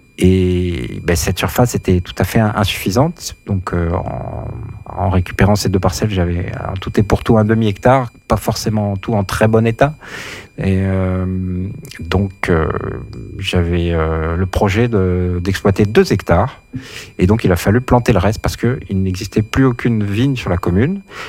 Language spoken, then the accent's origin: French; Saint-Basile, Auvergne-Rhône-Alpes, France; je suis arrivé comme ça à Desagnes, sachant que moi, je suis plutôt originaire du côté de Saint-Basile, un peu plus loin, de l'autre côté de la Mastre